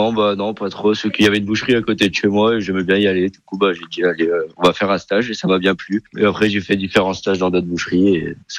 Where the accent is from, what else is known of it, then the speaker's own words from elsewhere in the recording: Bas-en-Basset, Auvergne-Rhône-Alpes, France; j'ai grandi à Bassan-Bassé.